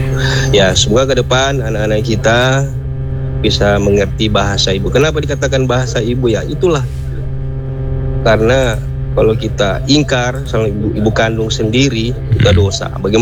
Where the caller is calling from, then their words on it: Central Sulawesi, Indonesia; Asli Kaili.